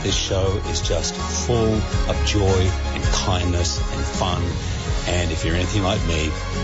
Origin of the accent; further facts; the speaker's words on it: Sydney, New South Wales, Australia; Paddington is going to be going to my hometown, Sydney, Australia.